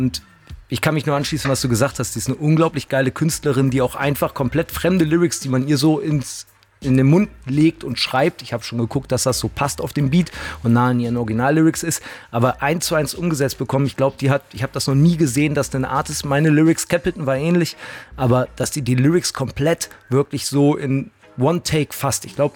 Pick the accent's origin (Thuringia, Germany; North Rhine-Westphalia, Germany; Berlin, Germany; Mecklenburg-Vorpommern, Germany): North Rhine-Westphalia, Germany; Cologne; Wir als Kölner, wir sind halt ein bisschen nerdig so, ne?